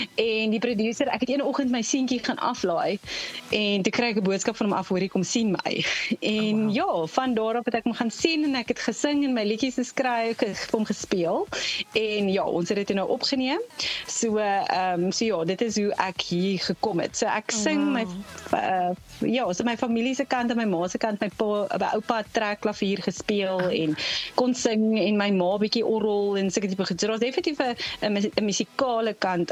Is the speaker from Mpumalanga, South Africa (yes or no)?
no; Pretoria, Gauteng, South Africa; ek is oorspronklik van Pretoria